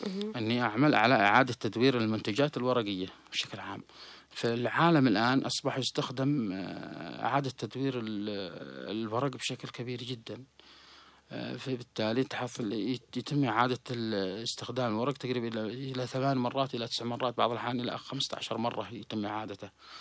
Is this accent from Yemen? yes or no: yes; Yemen; هو أكيد عندنا في اليمن كل شيء كل يروح للحرق